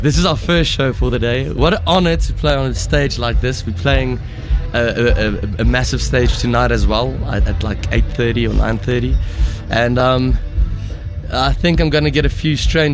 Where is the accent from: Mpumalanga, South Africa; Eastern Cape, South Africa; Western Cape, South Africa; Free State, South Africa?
Free State, South Africa; Bloemfontein; I'm from Bloemfontein. I am the most Afrikaans person at this festival.